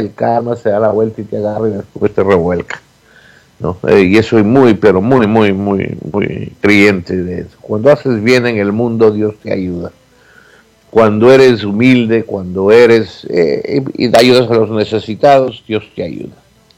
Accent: Los Angeles, California, United States; now in Denver, United States; yo crecí, acuérdate, en Los Ángeles.

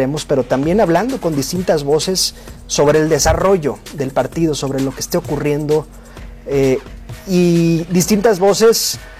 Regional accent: Culiacán, Sinaloa, Mexico; En mi ciudad natal, Culiacán.

